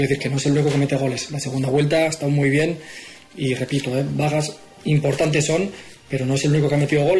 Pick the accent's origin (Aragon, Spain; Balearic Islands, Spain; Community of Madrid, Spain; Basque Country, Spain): Basque Country, Spain; porque soy vasco cerrado seguramente